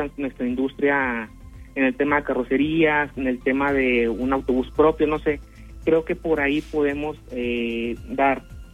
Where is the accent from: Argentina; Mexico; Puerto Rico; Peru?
Mexico; Comarca Lagunera; moved away; el que esté lejos de mi tierra, pues no significa que sea ajena a ella.